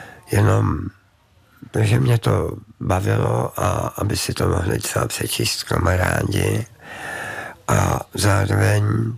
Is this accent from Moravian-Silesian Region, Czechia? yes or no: no; Cheb, Karlovy Vary Region, Czechia